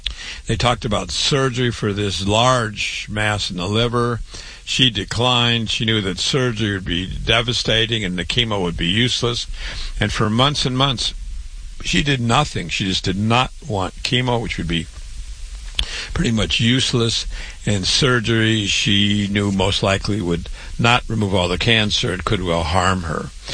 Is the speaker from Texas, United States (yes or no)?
no; Waterloo, Iowa, United States; I was born and raised in Waterloo, Iowa. I went to public school there.